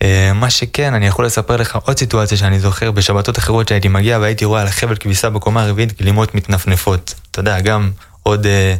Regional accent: Beersheba, Southern District, Israel; born there; אני תושב באר שבע, כמו שאמרתי

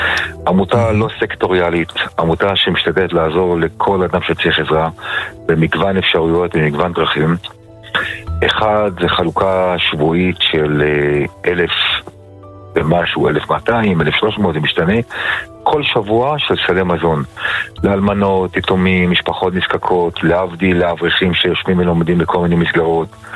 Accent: Jerusalem, Jerusalem District, Israel; אני בא מבית של, בוא נקרא לזה בית מצוקתי. היינו שבעה אחים, שתי חדרים, באזור גבול מאה שערים מוסררה

